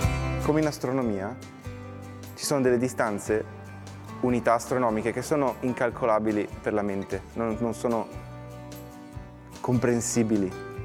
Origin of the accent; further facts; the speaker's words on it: Venice, Veneto, Italy; sono cresciuto a Venezia